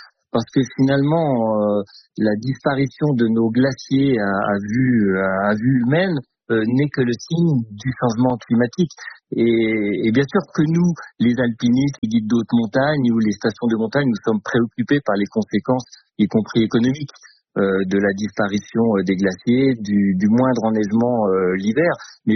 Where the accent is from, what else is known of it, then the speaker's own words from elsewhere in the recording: Auvergne-Rhône-Alpes, France; ou plus récemment chez nous, en Oisans, le village bien connu de l'Aberarde, qui a été quasiment complètement détruit